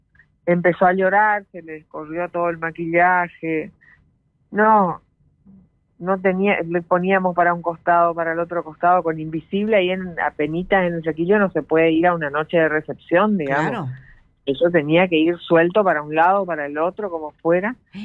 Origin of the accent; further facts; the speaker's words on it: Paso de los Libres, Corrientes, Argentina; born there; De Paso de los Libres.